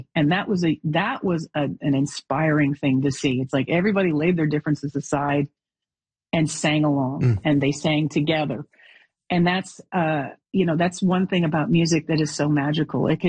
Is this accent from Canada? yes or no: yes; Canada; And being Canadian to me is being strong and assertive and determined, yet polite, kind, humble. I was raised to be proud of who I am and where I'm from.